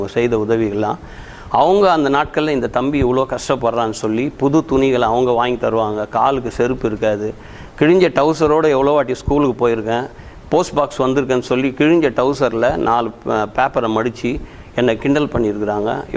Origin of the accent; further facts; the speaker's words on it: Chennai, Tamil Nadu, India; அங்கே தான் நான் பிறந்து வளர்ந்தது எல்லாமே.